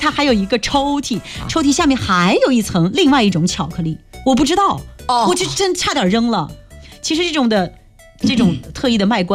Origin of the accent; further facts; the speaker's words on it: Fuzhou, Fujian, China; 我们福州人其实很多地方都没有去过的